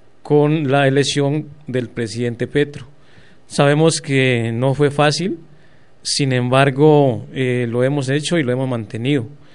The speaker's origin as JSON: {"language": "Spanish", "country": "Colombia", "said": "los derechos que nosotros tenemos como ciudadanos colombianos"}